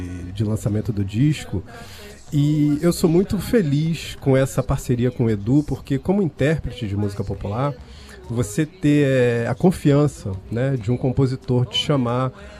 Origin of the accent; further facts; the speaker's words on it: São Gonçalo, Rio de Janeiro, Brazil; now in Rio de Janeiro, Brazil; Eu sou daqui do Rio. Bom, eu sou nascido e criado em São Gonçalo, né?